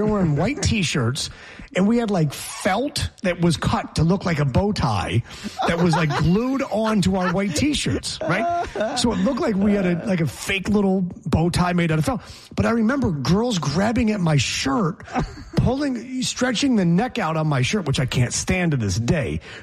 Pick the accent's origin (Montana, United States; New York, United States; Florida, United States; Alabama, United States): New York, United States; a military base near Geneva, New York, near my hometown.